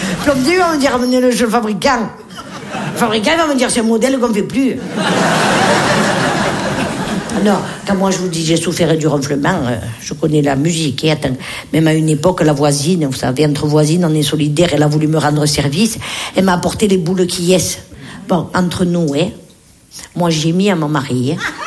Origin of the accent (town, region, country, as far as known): Nice, Provence-Alpes-Côte d'Azur, France